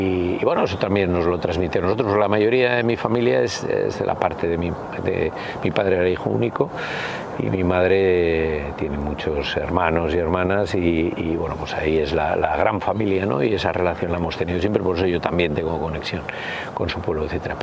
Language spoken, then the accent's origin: Spanish; Basque Country, Spain; Yo soy vasco y solo me siento va